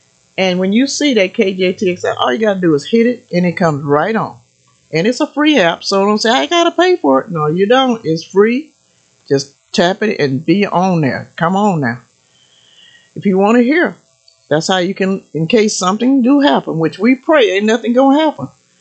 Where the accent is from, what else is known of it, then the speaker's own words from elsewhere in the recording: Jefferson, Texas, United States; my hometown, Jefferson, Texas. I never forget you, Jefferson, Texas, because that's my hometown